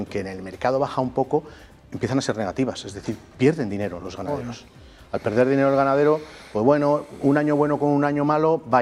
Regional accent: Burgos, Castile and León, Spain; que es mi provincia, Burgos. Yo vivo en Burgos

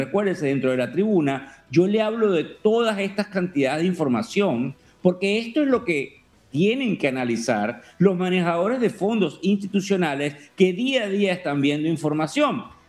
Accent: Venezuela; moved away as an adult; now in New York, United States; yo soy el venezolano de la tribuna, vuelvo a repetírselo, no estoy en la bolsa, no se asuste de donde me está viendo, estamos en un location, en un pueblo que se llama Scarsdale, en Nueva York

